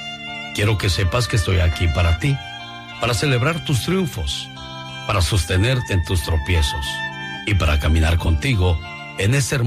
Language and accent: Spanish; Otlahuaca, Oaxaca, Mexico; moved away; Un día salí de Otlahuaca, Oaxaca, pero Otlahuaca, Oaxaca nunca salió de mí.